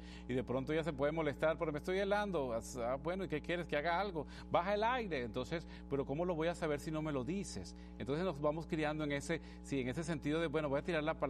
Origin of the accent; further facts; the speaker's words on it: Venezuela; Lucía es de Puerto Rico, yo soy de Venezuela y tenemos el mismo idioma español